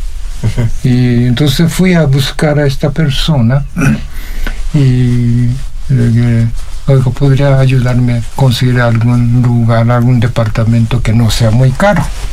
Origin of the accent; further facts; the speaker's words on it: Nagasaki, Japan; moved away as an adult; now in Mexico; soy de Nagasaki.